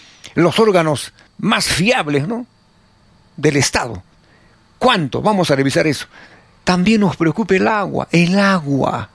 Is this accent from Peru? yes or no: yes; Arequipa, Peru; Básicamente tenemos que asumir como arequipeños la defensa de lo que es nuestro